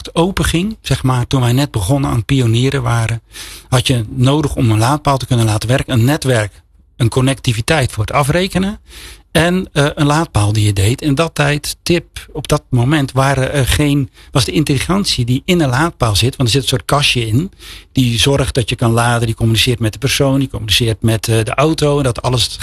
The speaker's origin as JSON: {"language": "Dutch", "country": "Netherlands", "said": "als Nederlander"}